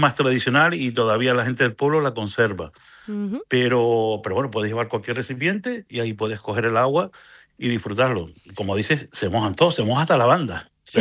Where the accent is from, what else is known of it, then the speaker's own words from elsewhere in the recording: Telde, Canary Islands, Spain; yo como nací y vivo en Lomo Magullo, conozco bien la fiesta y bueno, desde chiquillo la he disfrutado.